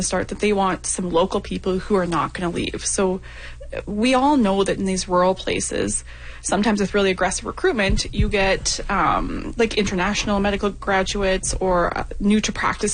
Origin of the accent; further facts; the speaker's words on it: Fairview, Alberta, Canada; I grew up in Fairview, Alberta, which is a little northern community, just about an hour from Grand Prairie.